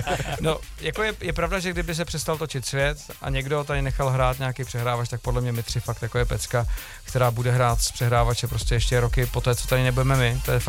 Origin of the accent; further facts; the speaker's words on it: Prague, Czechia; Já jsem původně z Jižáku, takže, nebo vyrůstal jsem na Jižáku, takže Jižák, město snů